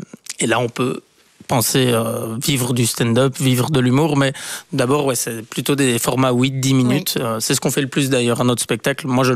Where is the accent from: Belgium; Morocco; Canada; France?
Belgium; Bastogne, Wallonia; moved away as an adult; Alors moi je viens de Bastogne.